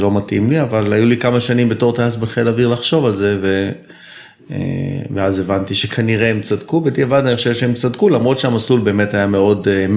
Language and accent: Hebrew; Tel Aviv, Tel Aviv District, Israel; now in Zikhron Ya'akov, Israel; אני תל אביבי במקור, גר היום בזיכון, בן 56, נשוי, אב לשלוש בנות.